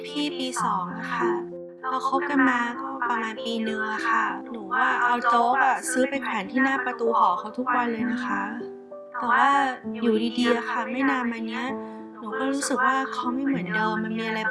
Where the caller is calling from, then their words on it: On Nut, Bangkok, Thailand; บ้านอยู่อ่อนนุช